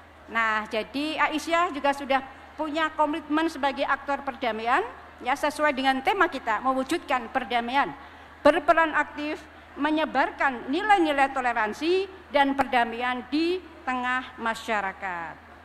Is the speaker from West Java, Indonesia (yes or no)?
no; Yogyakarta, Special Region of Yogyakarta, Indonesia; Saya asli Kauman